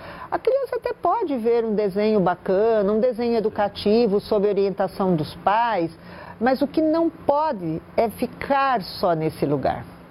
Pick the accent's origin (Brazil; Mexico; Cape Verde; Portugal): Brazil